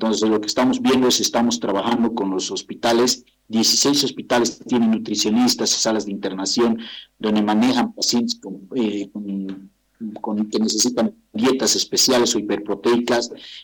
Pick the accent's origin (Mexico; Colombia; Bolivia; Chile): Bolivia; como bolivianos y bolivianas